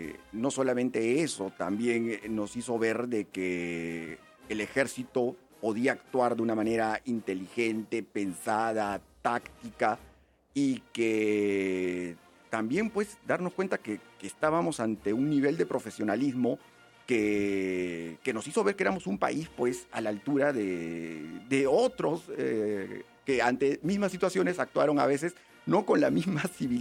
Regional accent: Peru; nosotros ya lo vemos como peruanos

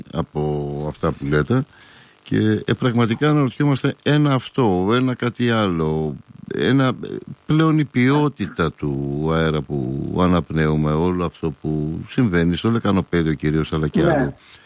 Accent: Greece; ως Έλληνας πολίτης

